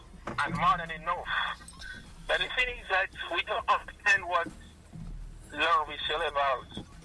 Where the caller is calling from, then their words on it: Nigeria; Okay, Uche, I'm calling from Aboga, Nige.